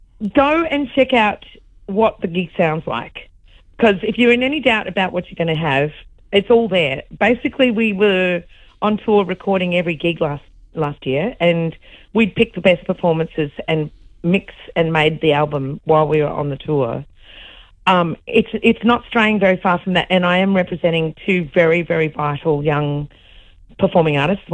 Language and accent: English; Australia; I feel that we wouldn't be quite as Australian if we hadn't had … or we wouldn't as Australian if we didn't have … Like, we're distinctly the face and the sound of Australian music